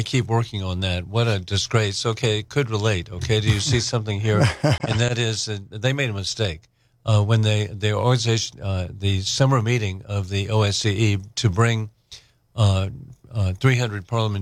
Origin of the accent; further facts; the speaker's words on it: Charleston, South Carolina, United States; growing up in Charleston, I grew up in such an international environment.